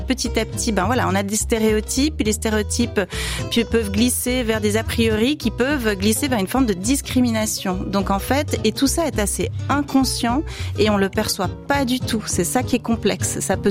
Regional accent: Vaud, Switzerland; accent: Vaudois; Pour l'accent vaudois, ça peut être qu'on se retrouve entre nous avec notre accent.

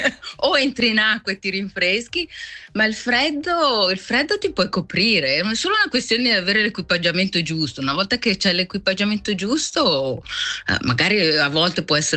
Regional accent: Collina d'Oro, Ticino, Switzerland; now in Canada; Sono originaria di Scairolo di Montagnola.

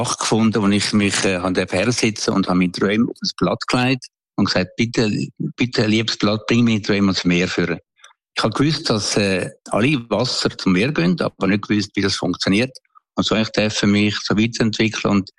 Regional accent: Aeugst am Albis, Zurich, Switzerland; born or raised there

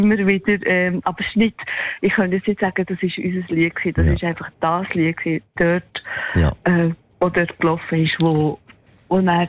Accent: Solothurn, Switzerland; now in Basel, Switzerland; Aufgewachsen bin ich im Kanton Solothurn, ich wohne aber schon seit... Ja, schon lange.

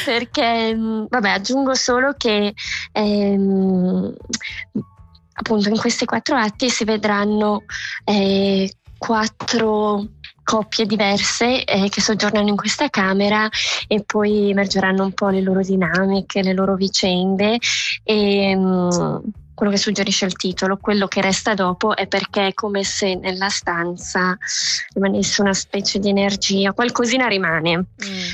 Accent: Bellinzona, Ticino, Switzerland; now in Zurich, Switzerland; Vengo da Bellinzona e cercavo appunto un gruppo di teatro perché è sempre un po' stata la mia passione

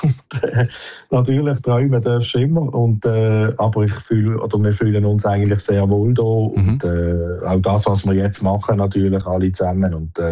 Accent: Switzerland; moved away; ich bin halt ein Schweizer

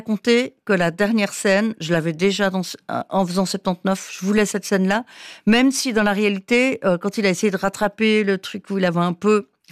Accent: Valais, Switzerland; now in Lausanne, Switzerland; quand on vient du Valais, on connaît une personne, on dit bonjour.

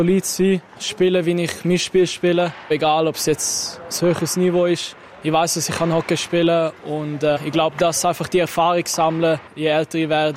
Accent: Netherlands; now in Switzerland; Weil ich bin natürlich als Holländer ein Fußballfan gewesen

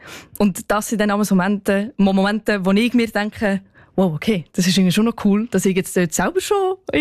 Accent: Solothurn, Switzerland; Ja, genau. Ich bin eher der Kaffmensch aus dem 200-Seelendorf.

